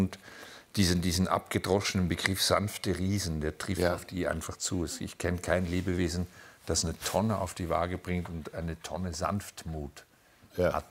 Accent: Switzerland; Aber wir waren quasi die Hyper-Westis

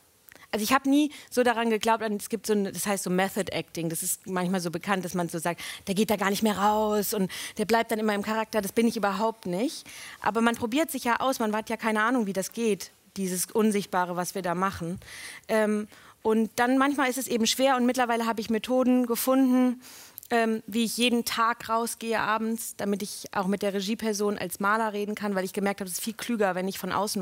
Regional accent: Frankfurt, Hesse, Germany; weil ich bin in Frankfurt aufgewachsen und da gab es aber nur so Werbezeug

